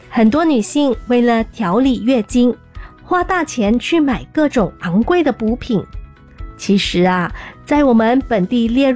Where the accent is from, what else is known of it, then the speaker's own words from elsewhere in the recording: Malaysia; 我们大马人对斑斓叶太熟悉了，